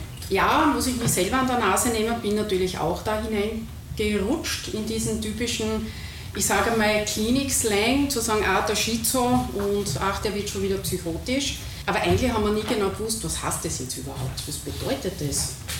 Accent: Graz, Styria, Austria; Also ich kann nur, ich komme aus Graz, bin heute mit dem Zug hergefahren

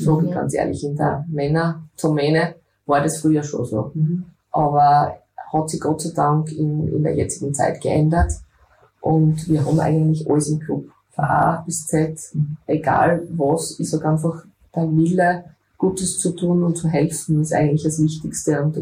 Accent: Graz, Styria, Austria; now in Fürstenfeld, Austria; ich bin jetzt als Grazer wieder retour. Also ich habe in Fürstenfeld dann gewohnt.

